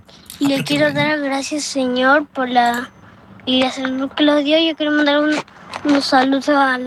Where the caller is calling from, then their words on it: Vallenar, Atacama, Chile; de Vallenar.